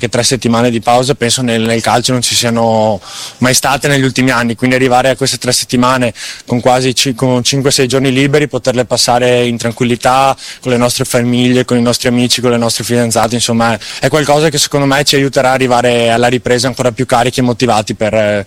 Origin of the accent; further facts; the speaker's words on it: Padua, Veneto, Italy; sono cresciuto a Padova, ho fatto tutto sotto le giovanili a Padova, vivo vicino a Padova